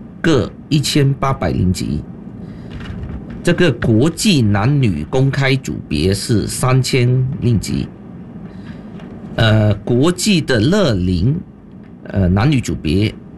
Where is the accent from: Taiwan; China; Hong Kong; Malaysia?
Malaysia; 我们马来西亚公民